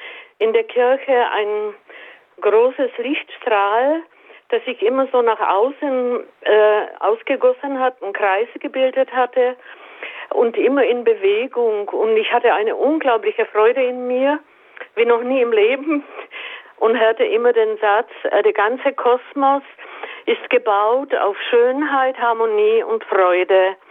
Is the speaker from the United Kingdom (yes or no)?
no; Czechia; Und zwar, ich komme aus Tschechien und habe mit 15 den Glauben verloren